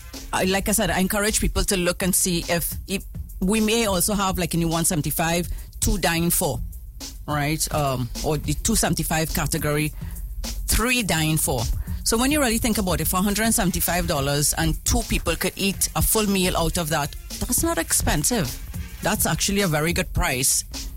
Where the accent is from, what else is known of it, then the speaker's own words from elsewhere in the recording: Italy; moved away; I'm Italian. I was born in Italy, grew up in Italy.